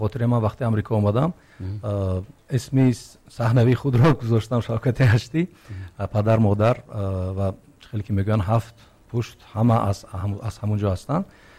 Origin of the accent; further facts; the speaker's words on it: Tajikistan; now in New York, United States; من از تاجیکستان هستم و مردمی ما خیلی باسواد هستند